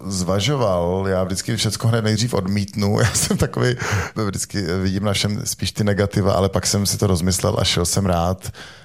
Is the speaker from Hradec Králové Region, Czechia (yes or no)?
no; Prague, Czechia; A zároveň jsem viděl, že do té Prahy zpátky chci, protože přece jenom jsem rodilý Pražák